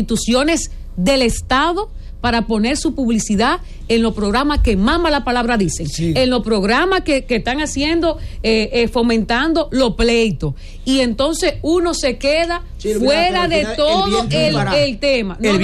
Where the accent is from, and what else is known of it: La Vega, Dominican Republic; born or raised there